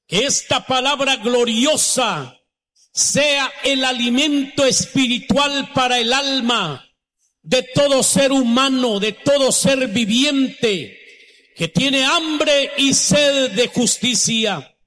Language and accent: Spanish; Totonicapán, Guatemala; Venimos desde Totonicapán.